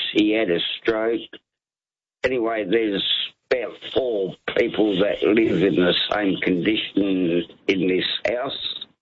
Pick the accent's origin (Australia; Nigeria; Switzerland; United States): Australia; Perth, Western Australia; Well, I'm from Perth.